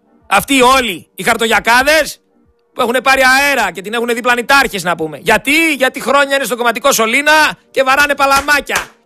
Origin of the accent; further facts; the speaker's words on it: Greece; Είμαι Έλληνας πολίτης